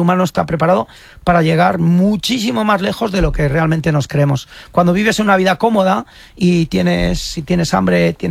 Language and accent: Spanish; Íscar, Castile and León, Spain; Eso curte, sí, sí, es un territorio duro. Soy castellano y ahí nos hacemos duros.